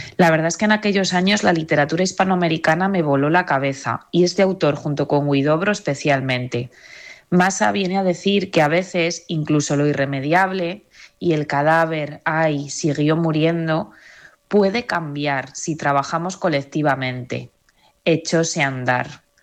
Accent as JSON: {"language": "Spanish", "town": "Macotera", "region": "Castile and León", "country": "Spain"}